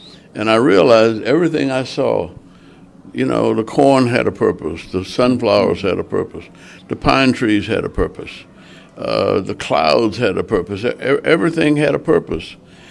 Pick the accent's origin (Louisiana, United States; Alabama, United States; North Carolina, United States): Louisiana, United States; Because I grew up on Dillard's campus. My mother and father went to Dillard. And I needed to get out of town